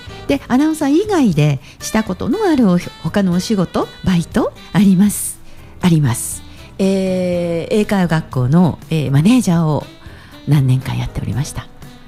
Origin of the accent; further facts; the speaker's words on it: Fukui, Japan; accent: Fukui dialect; とてもあの私福井の出身なんですが、福井弁がちょっと出なくなったかなというそんな感じがしますね。